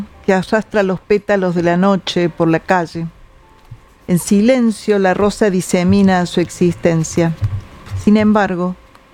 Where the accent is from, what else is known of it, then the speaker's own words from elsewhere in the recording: Traslasierra, Córdoba, Argentina; moved away as an adult; Yo nací en Córdoba y viví desde los 5 años hasta los 17 en Tras la Sierra.